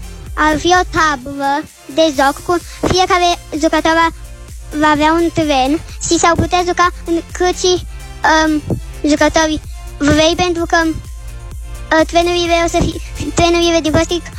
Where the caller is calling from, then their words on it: Bucharest, Romania; din București, am 5 ani